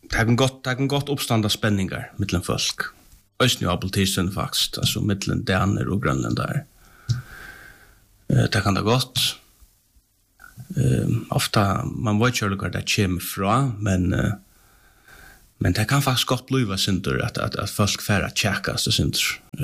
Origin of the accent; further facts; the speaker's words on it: Faroe Islands; att det kan gå upp för dem att jag är föringar, jag är inte danskar.